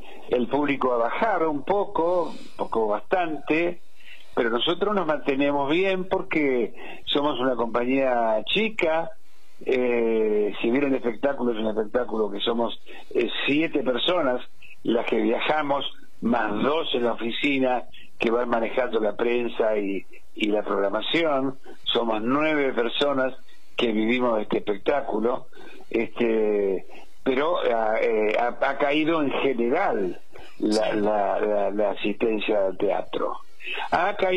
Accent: Argentina; moved away as an adult; also born or lived in Puerto Rico

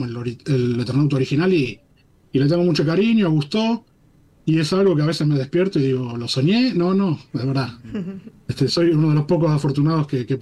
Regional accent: Argentina; escribirla como un argentino.

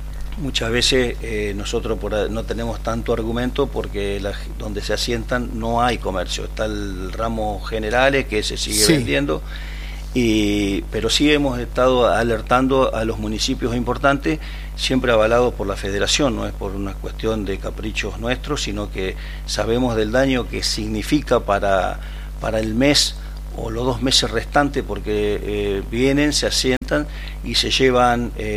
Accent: Argentina; nosotros los argentinos o los locales, los propios

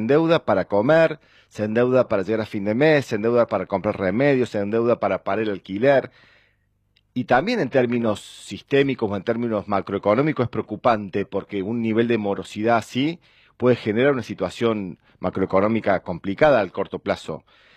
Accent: Argentina

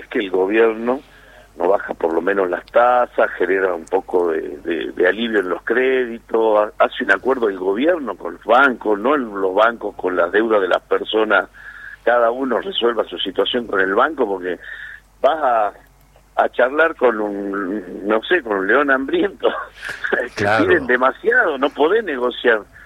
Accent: Argentina

